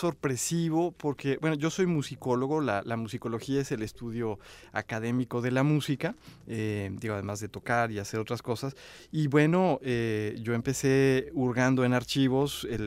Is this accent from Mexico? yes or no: yes; Mexico City, Mexico; moved away as an adult; now in Xalapa, Mexico; yo fui feliz cuando gané mi plaza aquí en Jalapa. Me vine a Jalapa, yo amaba Jalapa, estudié una maestría acá, yo soy de la Ciudad de México